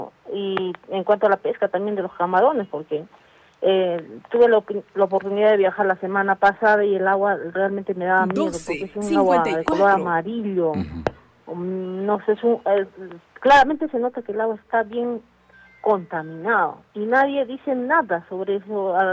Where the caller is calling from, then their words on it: Arequipa, Peru; como arequipeños que somos